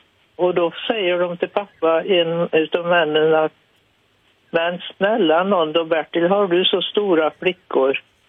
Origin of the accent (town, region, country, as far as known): Ulricehamn, Västra Götaland County, Sweden; born there; also born or lived in Finland; now in Skövde, Sweden